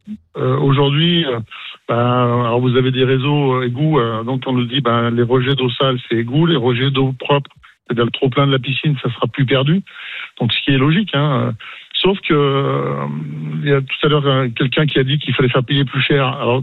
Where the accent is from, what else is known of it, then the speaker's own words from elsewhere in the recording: Auvergne-Rhône-Alpes, France; chez nous, en Isère